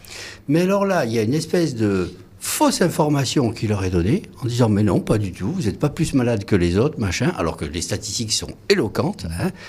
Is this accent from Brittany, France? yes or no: no; Landes, Nouvelle-Aquitaine, France; moved away; moi je viens des Landes, les Landes en bas à gauche sur la carte de France.